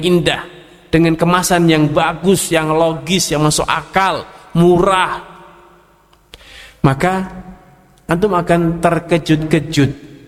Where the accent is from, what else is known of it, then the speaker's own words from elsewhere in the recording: Salatiga, Central Java, Indonesia; Saya pernah di kota saya sendiri, di Salatiga sana